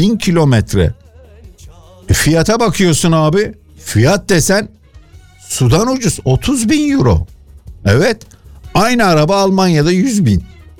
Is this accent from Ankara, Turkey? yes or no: no; İzmir, Turkey; Hemen memleketim İzmir'e gidiyoruz efendim.